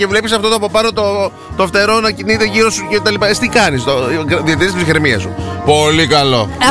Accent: Kissamos, Chania, Crete, Greece

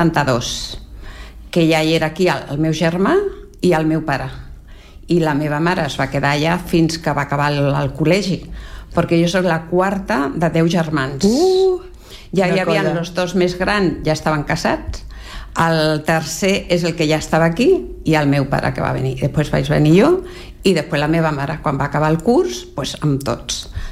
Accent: Puente Genil, Andalusia, Spain; born there; moved away; Hi ha dos barris, un que és d'on jo vaig néixer, que abans pertanyia a Sevilla, que es diu Miragenil. I jo vaig néixer a Miragenil.

